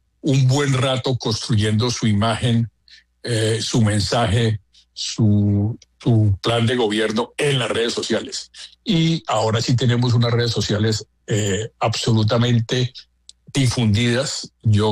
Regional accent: Colombia

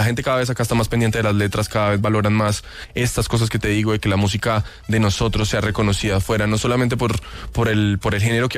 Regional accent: Colombia; y como colombianos, latinos y como habitantes de este mundo tenemos derecho a ser parte de él, aunque seamos diferentes.

